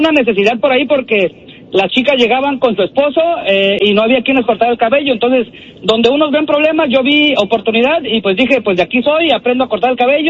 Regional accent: Oaxaca de Juárez, Oaxaca, Mexico; Soy de Oaxaca, de Juárez. 100% oaxaqueño y orgullosamente oaxaqueño.

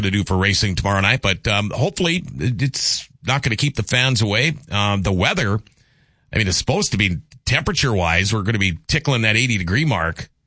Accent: Minnesota, United States; It's like people from my hometown of Minnesota driving to Grand Forks to buy cigarettes

